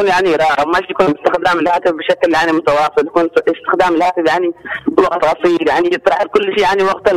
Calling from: Abyan, Yemen

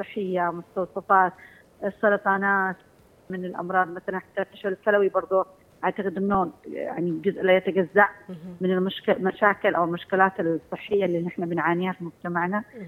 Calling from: Yemen

